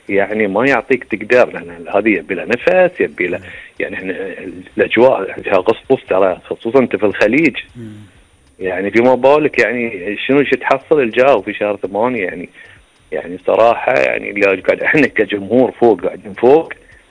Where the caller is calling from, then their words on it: Bahrain; إحنا كبحرينيين